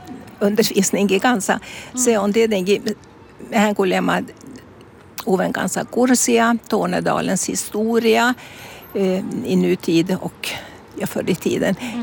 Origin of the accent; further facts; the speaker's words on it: Luleå, Norrbotten County, Sweden; born there; ja minä olen syntynyt täällä Luulajassa, vaikka Karlsvikissä